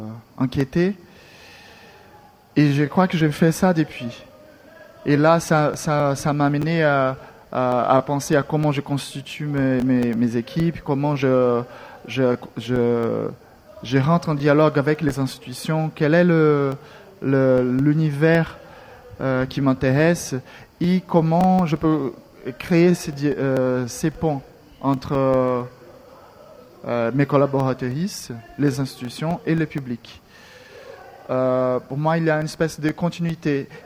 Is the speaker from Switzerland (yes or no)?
no; Brazil; moved away as an adult; now in France; je viens du Brésil, j'ai fait une formation en master ici en France